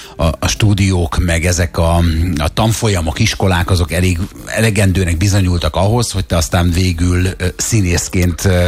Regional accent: Hungary; mi magyarok vagyunk

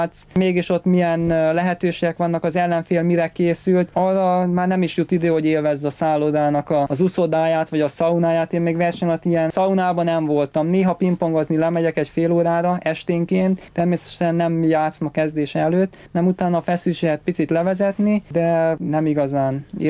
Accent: Szeged, Csongrád-Csanád, Hungary; also born or lived in Kecskemét; now in Budapest, Hungary; A legnagyobb oka az az volt, hogy Szegedről jöttem, ugye a családom ott volt, de viszont ott nem volt megfelelő sakkör

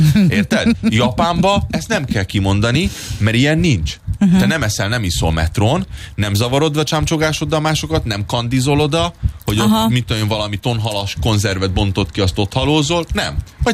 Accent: Hungary; én magyar vagyok, mondom, én vagyok a konferencié.

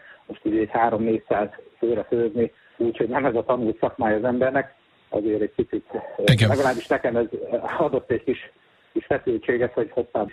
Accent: Hungary; born there; Illetve itt szülőfalumban járt Karajenőn.

